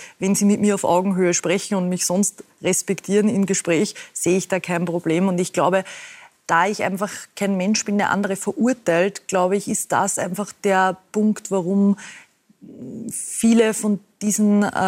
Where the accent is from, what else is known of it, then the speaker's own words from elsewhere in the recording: Ried im Innkreis, Upper Austria, Austria; now in Vienna, Austria; ich bin ja in Ried im Innkreis aufgewachsen